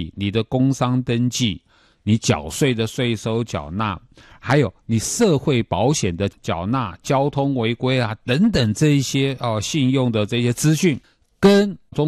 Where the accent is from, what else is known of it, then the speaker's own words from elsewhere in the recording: Taiwan; 这个也造成我们台湾人很多的困扰